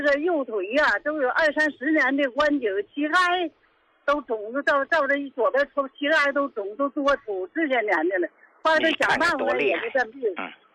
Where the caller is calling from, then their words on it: Qingdao, Shandong, China; 我是青岛的。